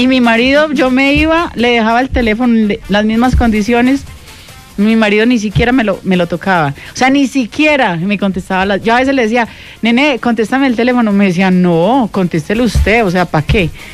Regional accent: Pereira, Risaralda, Colombia; Y el siguiente sería el 28 en la ciudad de Pereira, en mi tierra

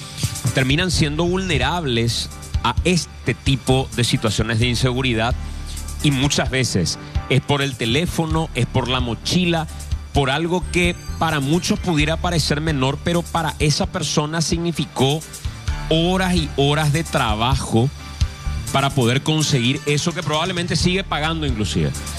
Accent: Paraguay

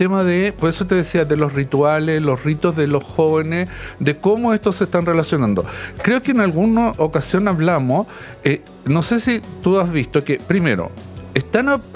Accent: Chile

